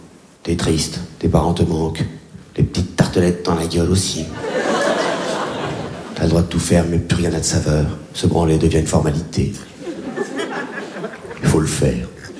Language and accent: French; Réunion, France; born or raised there